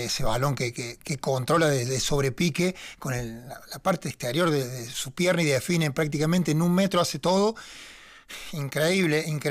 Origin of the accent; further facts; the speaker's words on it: Argentina; soy argentino